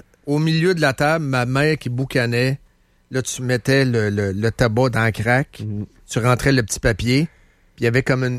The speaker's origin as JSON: {"language": "French", "town": "Trois-Rivières", "region": "Quebec", "country": "Canada", "tie": "born there", "said": "Moi, je suis né à Trois-Rivières."}